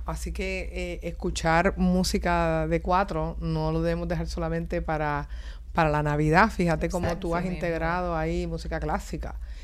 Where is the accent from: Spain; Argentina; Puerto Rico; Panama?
Puerto Rico; nosotros como puertorriqueños